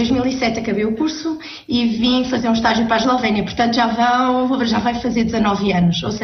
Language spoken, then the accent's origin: Portuguese; Portugal; moved away; Sou mais uma portuguesa pela Europa do que pelo mundo, mas sim, considero-me portuguesa, claro, e considero-me imigrante, portanto, sou mesmo uma portuguesa pelo mundo.